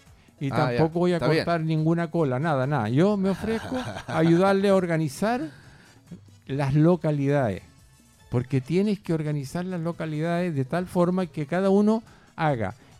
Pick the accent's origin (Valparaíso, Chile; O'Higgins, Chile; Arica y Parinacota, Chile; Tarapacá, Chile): O'Higgins, Chile; San José de Los Lingues; Yo soy de San José de los Lingues, y peleaba con Roma.